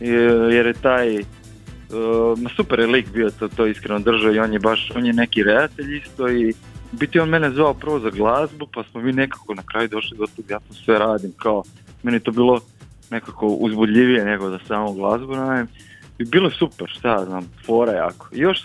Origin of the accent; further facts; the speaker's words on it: Croatia; kod nas u Hrvatskoj